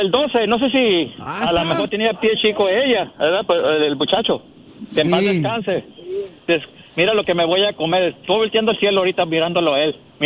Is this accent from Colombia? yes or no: no; Ensenada, Baja California, Mexico; born there; Yo soy gordo de la panza y nacido en la bella ciudad de Ensenada, Baja California.